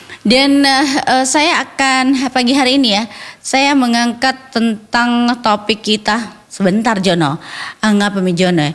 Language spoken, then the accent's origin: Indonesian; South Sulawesi, Indonesia; yang pasti kita ini sebagai orang Bugis atau masyarakat Bugis mengharap bahwa penghasilan itu bisa didapatkan di tempat berrezeki lainnya